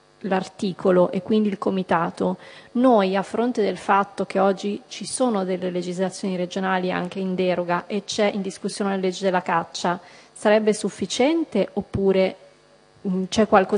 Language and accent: Italian; Lombardy, Italy; Ammetto che sono lombarda e sono del PD, quindi diciamo le basti per sapere che conosco bene anche quanto la legislazione regionale poi sta impattando.